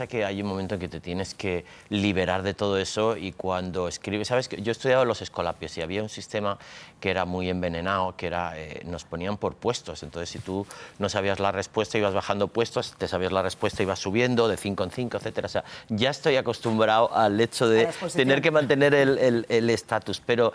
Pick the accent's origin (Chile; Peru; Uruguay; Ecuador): Chile; born there; moved away; Yo nací en Chile y me libré del golpe de Estado porque mi madre, que es española y que ella vivió la guerra civil, mi madre tiene ahora 95 años, ella decidió salir del país 15 días antes del golpe de Estado.